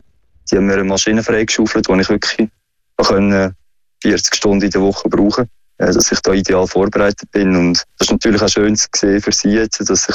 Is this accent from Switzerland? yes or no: yes; Switzerland; wir Schweizer